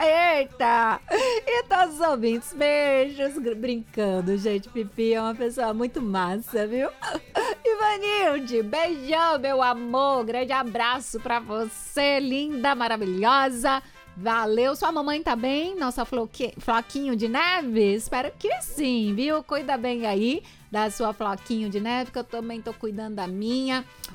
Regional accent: Maranhão, Brazil; Só estou com saudades deles todos lá no meu país, Maranhão.

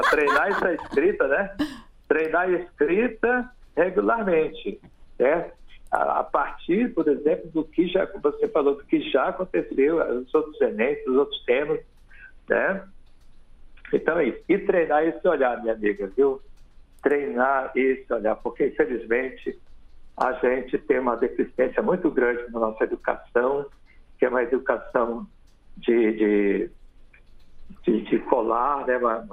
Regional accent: Manaus, Amazonas, Brazil; Eu sou amazonense, da cidade de Manaus mesmo, tá certo? Então tenho muito orgulho do meu estado

